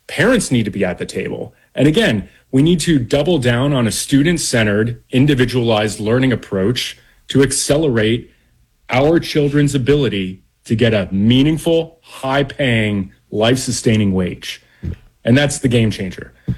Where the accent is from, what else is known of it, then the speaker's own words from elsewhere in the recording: Florida, United States; coming home to my home state